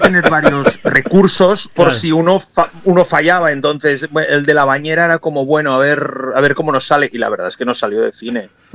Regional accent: Catalonia, Spain; Soy catalán.

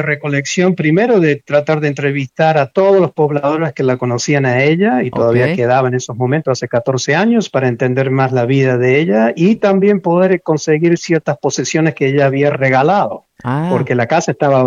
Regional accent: Villa María, Córdoba, Argentina; nosotros somos de Villa María, provincia de Córdoba

